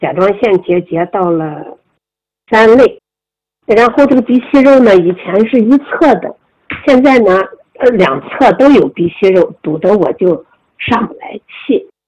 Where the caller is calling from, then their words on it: Taizhou, Zhejiang, China; 我是来自于浙江台州的